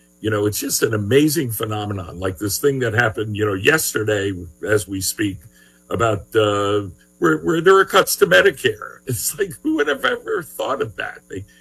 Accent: Shawnee, United States; from Shawnee

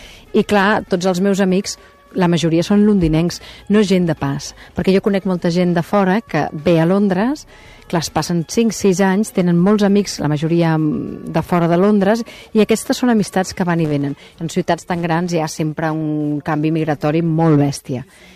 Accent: Catalonia, Spain; moved away as an adult; also born or lived in Madrid / New York; now in London, United Kingdom; com a actriu catalana i espanyola

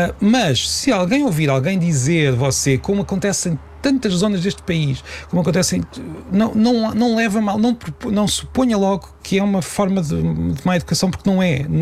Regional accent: Peniche, Leiria, Portugal; ter uma colega que eu sabia, porque era da minha terra, que usava você com muita frequência, porque em Peniche é perfeitamente habitual

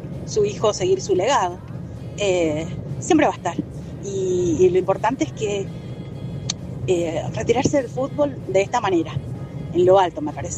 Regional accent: Rivadavia, Mendoza, Argentina; Soy del Este, Rivadavia.

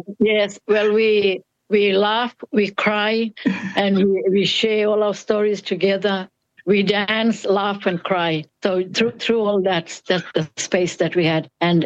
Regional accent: Injinoo, Queensland, Australia; I grew up here in Engineer. Engineer is my community. It's in the Puthuma Land Trust space area where for our people.

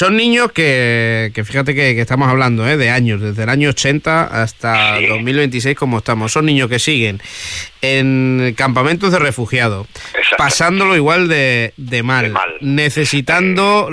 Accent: Extremadura, Spain; Y eso que nosotros venimos de Extremadura, que hace calor, pero vamos, no tiene nada que ver.

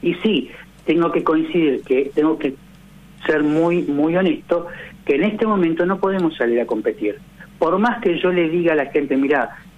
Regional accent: General Roca, Río Negro, Argentina; yo llevé adelante un proyecto de ordenanza en la ciudad de General Roca, de donde soy oriundo

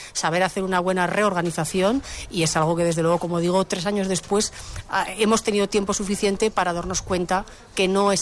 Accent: La Zaida, Aragon, Spain; born there; lo viviré seguramente ya en mi pueblo, estaré ya en la Zaida

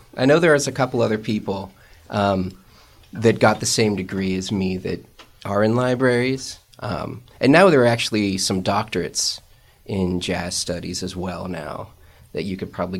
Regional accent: Butler, Pennsylvania, United States; now in Harmony, United States; I was originally from Butler. I grew up in Butler. And I went to school at Slippery Rock for undergrad and then went to New York City for a few years

